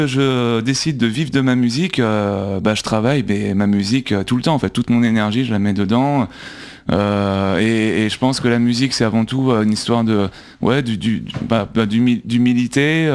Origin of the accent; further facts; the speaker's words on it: Nouvelle-Aquitaine, France; moved away as an adult; now in Paris, France; je suis charentais, qui est arrivé à Paris il y a une vingtaine d'années.